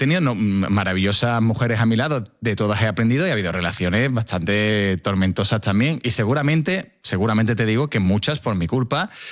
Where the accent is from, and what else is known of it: Seville, Andalusia, Spain